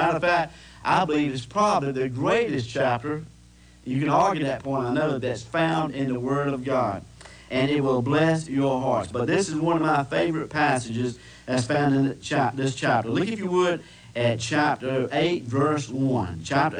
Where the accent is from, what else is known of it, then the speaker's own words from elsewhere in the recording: Henderson, United States; I said, I'm from Henderson, and I said, if it's possible, I would sure like to come by your home and visit with you for a while.